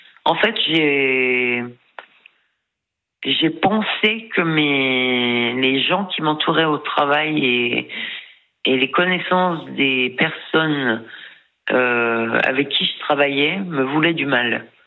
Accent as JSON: {"language": "French", "region": "Bourgogne-Franche-Comté", "country": "France", "also_born_or_lived": "England", "moved": "yes", "said": "Et je suis partie en Angleterre pour tenter ma chance. Parce que bon, je suis du Jura. Je viens d'un tout petit patelin."}